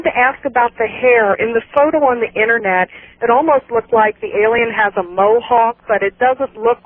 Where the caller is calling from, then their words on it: Eagle Point, Oregon, United States; Hi, this is … from Eagle Point, Oregon.